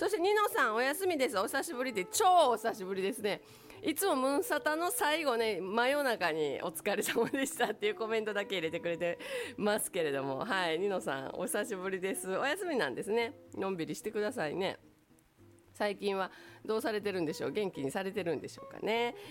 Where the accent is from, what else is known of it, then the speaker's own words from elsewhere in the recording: Takatsuki, Osaka, Japan; ありがとうございます私高槻出身でしてね、弟が今でも高槻で、バーをやっておりましてね、阪急の駅前で